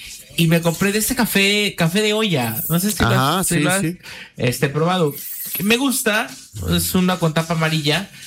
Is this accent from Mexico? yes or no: yes; Mexico; para nosotros los mexicanos